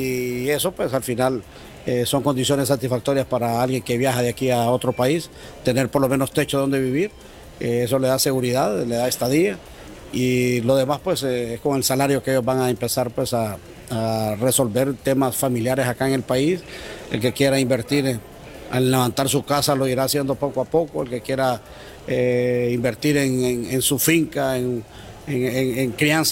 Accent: Honduras

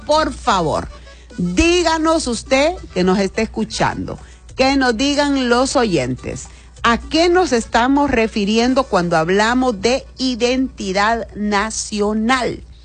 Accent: Honduras

